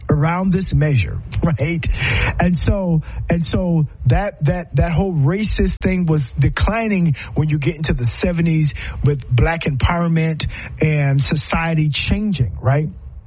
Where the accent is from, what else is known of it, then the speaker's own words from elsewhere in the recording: South Carolina, United States; my home state, South Carolina